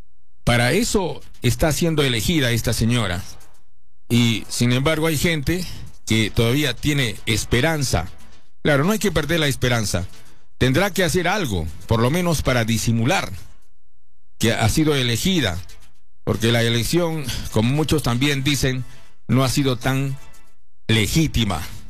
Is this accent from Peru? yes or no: yes; Peru